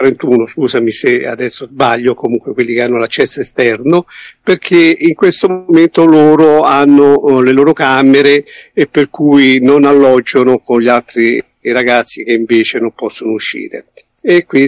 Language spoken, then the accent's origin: Italian; Rome, Lazio, Italy; sono di Roma e mi rimane abbastanza agevole visitare questi due istituti.